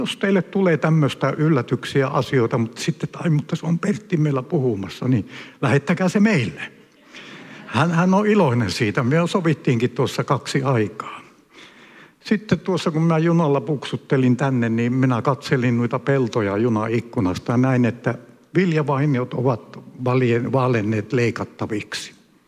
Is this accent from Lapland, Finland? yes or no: yes; Ranua, Lapland, Finland; moved away; me ollaan Ranualta kotoisin, me kolme veljestä.